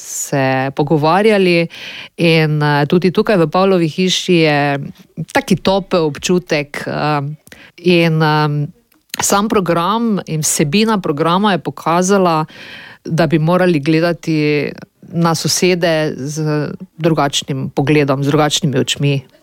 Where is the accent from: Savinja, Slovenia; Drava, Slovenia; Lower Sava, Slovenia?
Drava, Slovenia; Šentilj; od tam, odkudr prihajam iz Šentilja, nekak nimamo teh niti dvojezičnih kakšnih sodelovanj, niti se v osnovni šoli naša generacija ni učila nemško.